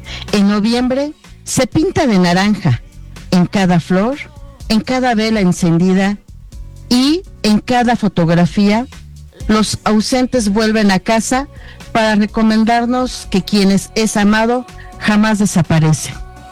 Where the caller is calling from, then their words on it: Mexico City, Mexico; escucho desde mi casa, que se encuentra en la alcaldía Iztapalapa.